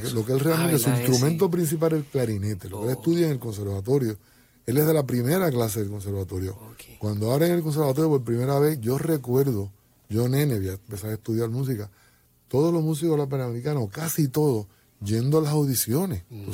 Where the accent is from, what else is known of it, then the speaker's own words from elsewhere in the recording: Puerto Rico; born there; yo nací en el sitio perfecto en Puerto Rico.